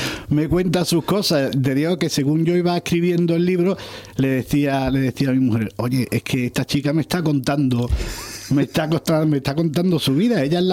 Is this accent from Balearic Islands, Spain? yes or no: no; Cádiz, Andalusia, Spain; Tiene toque de humor, porque yo soy un escritor gaditano y entonces no lo puedo remediar.